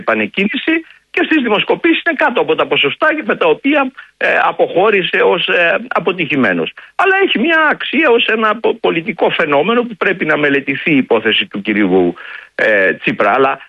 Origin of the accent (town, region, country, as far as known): Thessaly, Greece